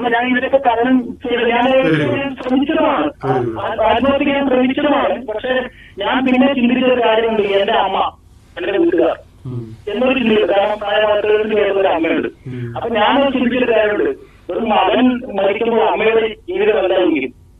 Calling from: Kasaragod, Kerala, India; ഞാൻ കാസർഗോഡ് നിന്നാണ് വിളിക്കുന്നത്.

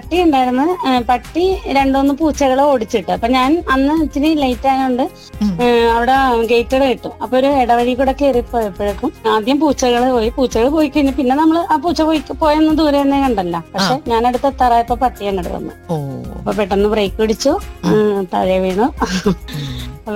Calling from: Maradu, Kerala, India; ഞാൻ മരടാണ്.

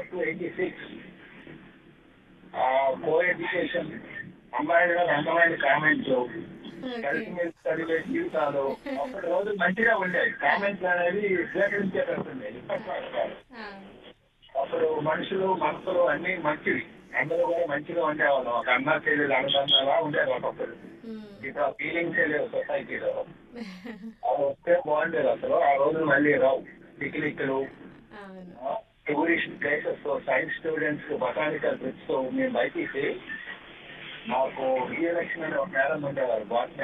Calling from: Srikakulam district, Andhra Pradesh, India; శ్రీకాకుళం జిల్లా అమరావతి నుంచి

